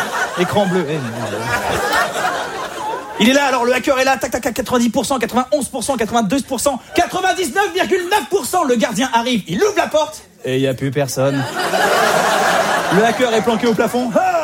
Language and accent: French; France